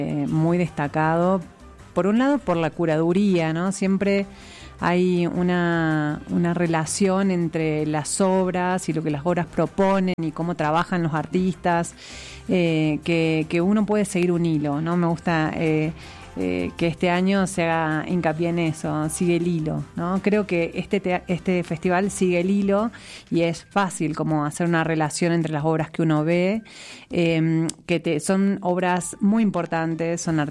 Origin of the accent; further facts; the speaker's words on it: Argentina; Yo soy de Argentina.